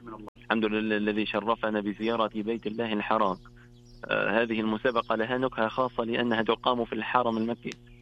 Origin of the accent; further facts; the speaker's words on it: Tunisia; وأعود إلى بلدي تونس